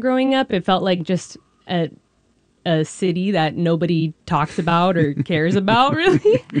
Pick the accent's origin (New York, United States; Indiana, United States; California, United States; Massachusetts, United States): California, United States; Redwood City; born or raised there; also born or lived in Mexico